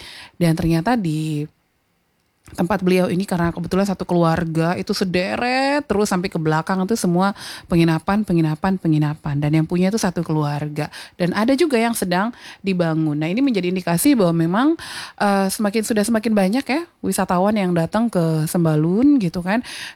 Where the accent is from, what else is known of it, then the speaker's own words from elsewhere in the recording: Lombok, West Nusa Tenggara, Indonesia; kita juga warga Lombok